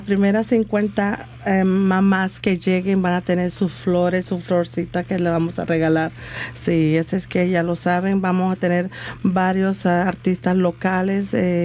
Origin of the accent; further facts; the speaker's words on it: El Salvador; born there; moved away; El Salvador, nací en mi país y siempre estaré orgullosa de haber nacido ahí.